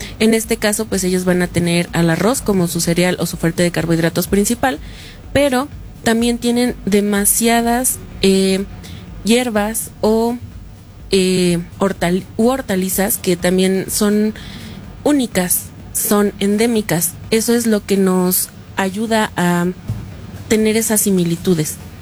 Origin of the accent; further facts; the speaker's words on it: Mexico; Nosotros como mexicanos a veces llegamos a ser un tanto soberbios